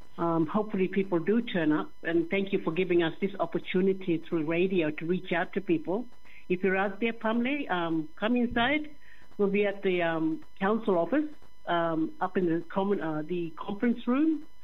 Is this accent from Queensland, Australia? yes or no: yes; Darnley Island, Queensland, Australia; moved away; very blessed to be out here at Darnley. Very beautiful Darnley, home to me.